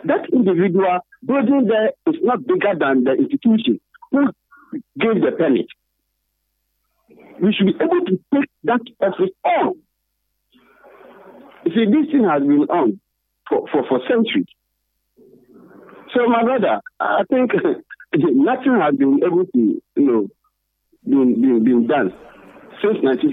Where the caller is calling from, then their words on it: Takoradi, Western Region, Ghana; I'm calling from Takoradi.